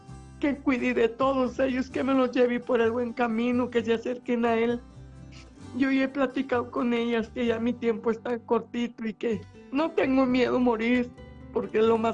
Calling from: Zacapu, Michoacán, Mexico; Zacapu, Michoacán.

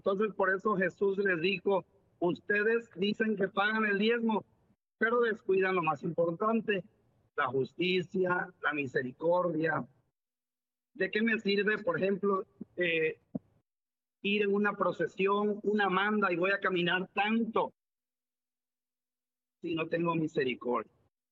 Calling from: Paraíso, Tabasco, Mexico; Desde Paraíso, Desde Tabasco

